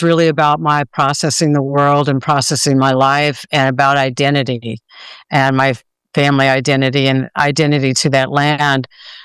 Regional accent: Texas, United States; My family, I'm from Texas, and my family had a farm in Central Texas.

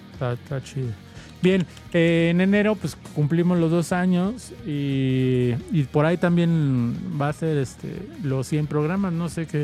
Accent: Mexico City, Mexico; Como chilango estoy acostumbrado.

